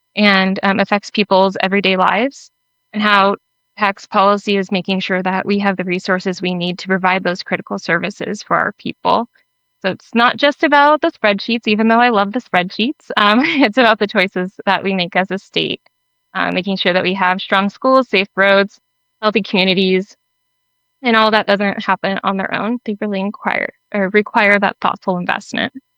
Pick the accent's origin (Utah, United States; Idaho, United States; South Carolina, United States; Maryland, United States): Idaho, United States; Nampa; I grew up here in Nampa. And when I was 15, my dad took me on a trip to Haiti after that devastating earthquake in 2010.